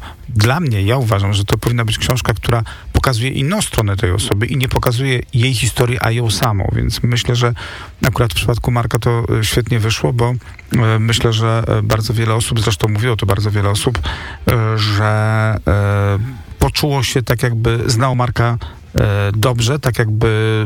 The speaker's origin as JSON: {"language": "Polish", "town": "Warsaw", "region": "Masovian Voivodeship", "country": "Poland", "moved": "as an adult", "lives_now": "Kraków, Poland", "said": "jak 20 lat temu się wyprowadziłem z Warszawy, jestem warszawiakiem, który się przyjął za Krakowa"}